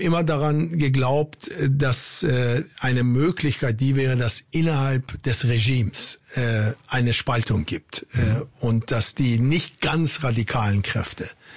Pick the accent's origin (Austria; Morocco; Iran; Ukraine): Iran; moved away; Wir waren in der Vergangenheit als Iraner im Ausland